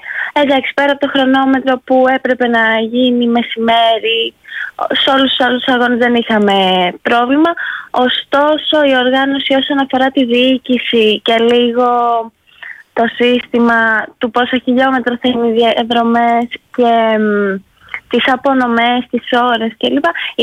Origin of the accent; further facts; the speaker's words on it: Volos, Thessaly, Greece; now in Trikala, Greece; Είμαι από το Βόλο.